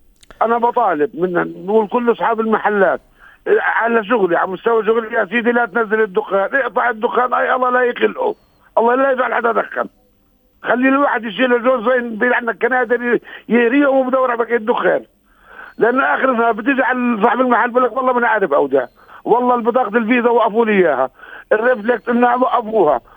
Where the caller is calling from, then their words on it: Palestine; احنا مصلحتنا كمواطنين كفلسطينيين